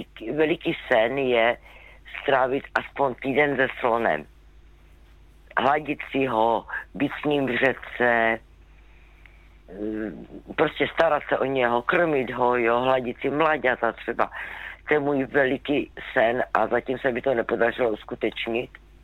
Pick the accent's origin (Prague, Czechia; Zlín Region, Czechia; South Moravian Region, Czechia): Zlín Region, Czechia; moje nejkrásnější a nejlepší dovolená je, když se vracím do svého rodného kraje, to je Valachy.